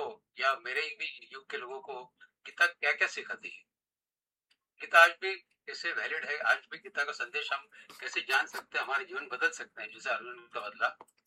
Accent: Indore, Madhya Pradesh, India; born there; moved away as an adult; also born or lived in Pune / Indonesia / Malaysia / Singapore; मेरा जन्म इंदौर में हुआ था

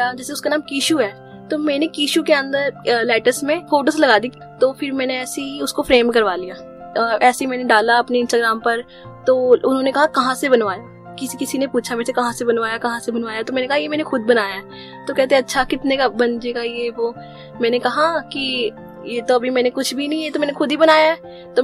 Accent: Ambala, Haryana, India; मैं अम्बाला की रहने वाली हूँ और मैंने अपनी स्कूलिंग अम्बाला कैंट से की थी। देन मैंने अपना कोर्स किया चंडीगढ़ से वेब डिजाइनिंग का, प्रो डेवलपमेंट का।

